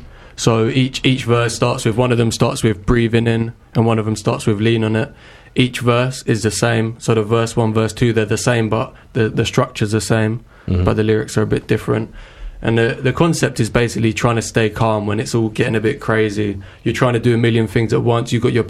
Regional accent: Brighton, South East England, United Kingdom; So I'm just trying to showcase my hometown of Brighton.

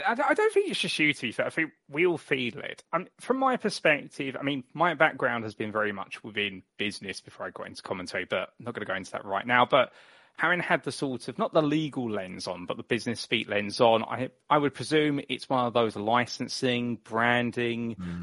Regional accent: United Kingdom; born or raised there

